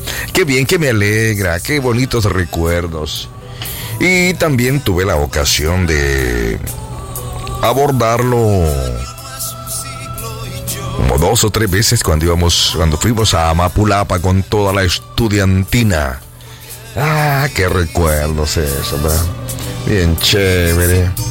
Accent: Sonsonate, El Salvador; de Sonsonate. Un gusto saludarlo y espero que toda la audiencia esté bien chévere.

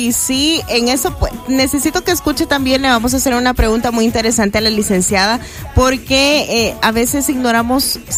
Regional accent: El Salvador

